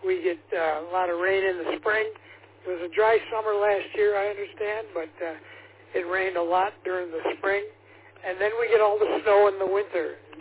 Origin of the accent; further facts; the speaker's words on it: Arizona, United States; born there; now in Vermont, United States; I kind of miss the weather down in my home state of Arizona.